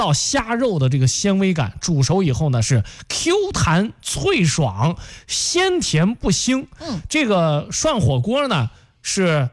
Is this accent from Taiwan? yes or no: no; Henan, China; 咱河南人收拾凉菜的这个水平也是非常高的。